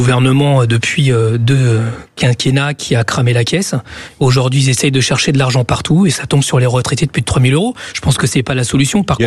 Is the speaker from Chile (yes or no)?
yes; Chile; now in France; mon pays d'origine qui s'appelle le Chili